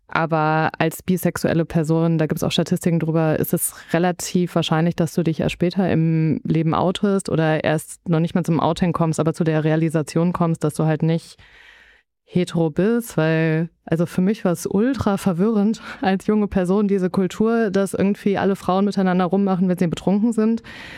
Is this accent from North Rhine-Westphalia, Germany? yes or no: yes; Düsseldorf, North Rhine-Westphalia, Germany; Und ich komme aus Düsseldorf und hatte da auch die Nähe zu Köln